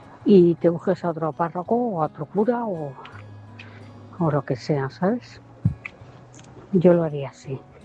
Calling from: Móstoles, Community of Madrid, Spain; Buenas noches. … de Móstoles.

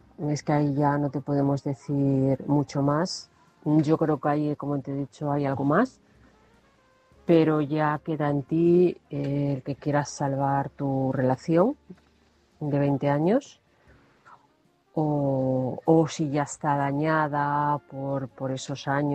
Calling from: Toledo, Castilla-La Mancha, Spain; de Toledo, aquí una noche más entre costuras.

